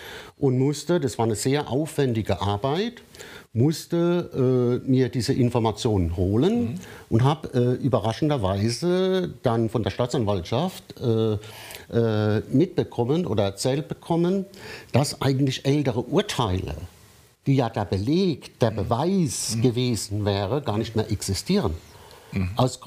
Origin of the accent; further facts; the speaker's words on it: Rhineland-Palatinate, Germany; Ich bleibe in der Heimat.